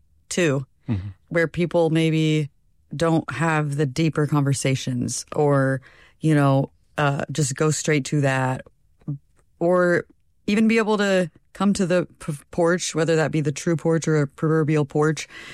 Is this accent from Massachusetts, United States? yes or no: no; Illinois, United States; And I grew up in Illinois